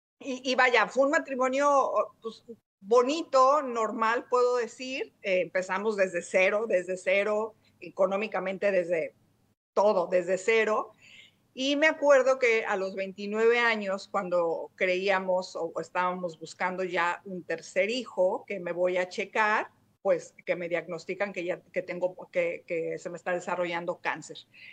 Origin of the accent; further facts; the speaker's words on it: León, Guanajuato, Mexico; yo soy de León, Guanajuato, yo me fui a vivir a estudiar a la Universidad a Puebla.